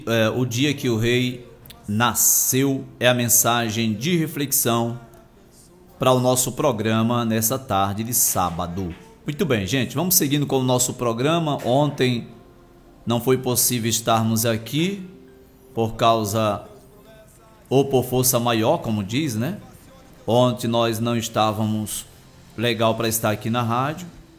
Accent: Northeast Region, Brazil; A gente fica meio curioso, como um bom nordestino, né?

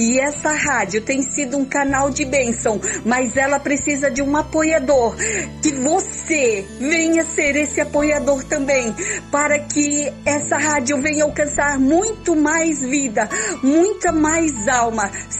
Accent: Itajaí, Santa Catarina, Brazil; sou da cidade de Itajaí, Santa Catarina

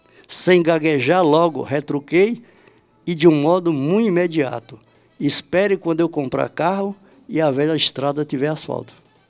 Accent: Conceição do Coité, Bahia, Brazil; moved away as an adult; eu fui nascido e criado no meio da roça, lá no município de Coité, onde eu nasci. Dividiu com Valente e depois dividiu com Retirolândia. Eu moro em três divisas, né, municipais.

